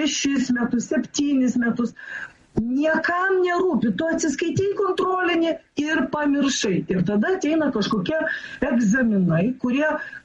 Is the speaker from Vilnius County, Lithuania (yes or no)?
yes; Švenčionys, Vilnius County, Lithuania; mano gimtojo miesto Švenčionių gimnaziją ir kokią nors Kauno gimnaziją